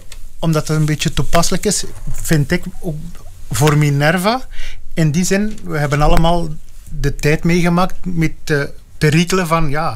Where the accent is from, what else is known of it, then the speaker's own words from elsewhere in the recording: Beveren, Flanders, Belgium; Komende van het Waasland